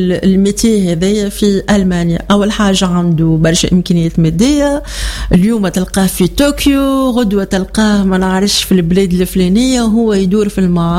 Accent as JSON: {"language": "Arabic", "country": "Tunisia", "said": "عندنا معارض قائمة في تونس"}